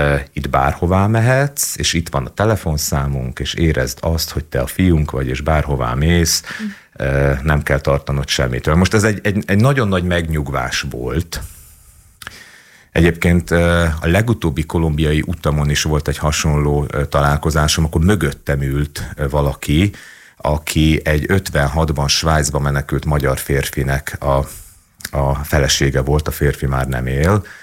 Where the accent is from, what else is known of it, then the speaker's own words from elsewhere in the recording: Hungary; én egyébként magyar vagyok.